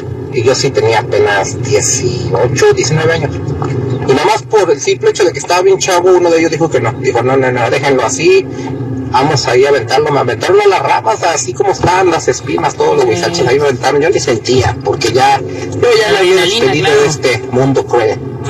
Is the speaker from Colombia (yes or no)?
no; Guerrero, Mexico; A mí me asaltaron en México, yo soy de Guerrero.